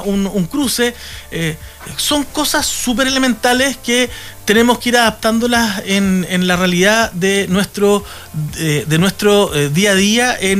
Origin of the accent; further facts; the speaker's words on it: Talcahuano, Biobío, Chile; Yo soy de Talcahuano.